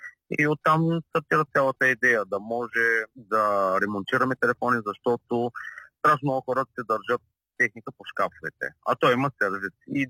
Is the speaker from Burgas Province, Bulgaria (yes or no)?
yes; Burgas, Burgas Province, Bulgaria; Ние сме от Бургас.